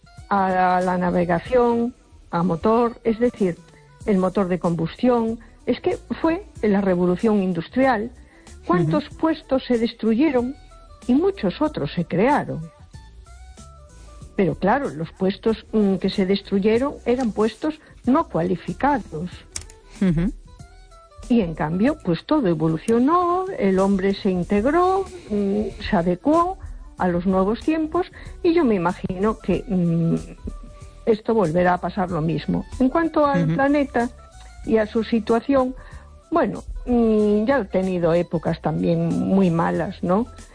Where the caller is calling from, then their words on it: A Coruña, Galicia, Spain; de Coruña.